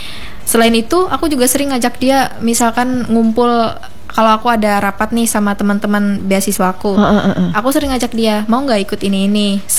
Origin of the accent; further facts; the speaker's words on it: Central Kalimantan, Indonesia; Betul, Kak. Aku dari Murung Raya. Itu Murung Raya kan aku bukan di kotanya, aku di desanya lagi.